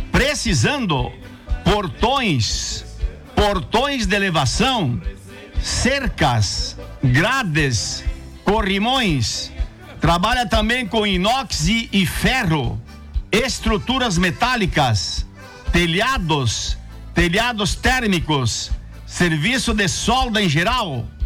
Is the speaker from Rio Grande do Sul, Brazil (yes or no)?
no; Lindóia do Sul, Santa Catarina, Brazil; Lindóia do Sul, a minha terra natal